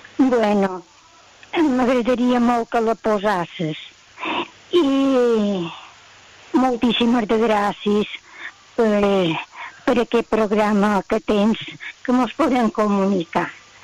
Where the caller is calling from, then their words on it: Campanet, Balearic Islands, Spain; Hola, Manu. Bon dia. … de Campanet